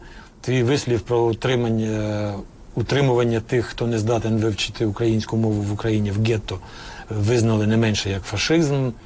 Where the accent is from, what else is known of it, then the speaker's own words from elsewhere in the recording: Kyiv, Ukraine; born there; Попри те, що я киянин і народився тут, а так сталося, що не було мені де жити в власному місті.